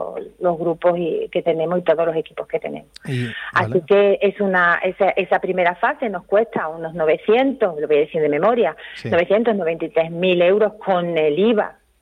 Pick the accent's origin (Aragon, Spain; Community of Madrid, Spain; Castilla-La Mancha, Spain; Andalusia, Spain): Andalusia, Spain; Puerto Real; todos los que somos de Puerto Real, que lo hemos vivido